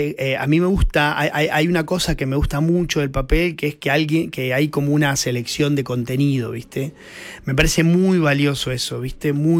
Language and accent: Spanish; La Pampa, Argentina; yo soy de La Pampa, de una familia de clase media y demás, y como que siempre crecí pensando en que iba a ser periodista